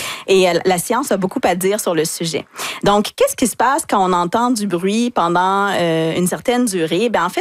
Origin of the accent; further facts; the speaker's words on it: Quebec, Canada; Puis si on regarde chez nous au Québec...